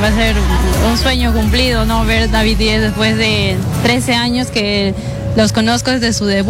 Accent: Huancayo, Junín, Peru

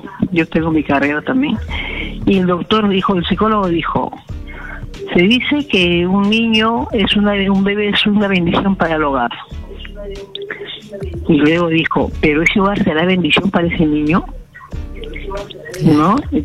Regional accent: Lima, Peru; born there; now in Lambayeque, Peru

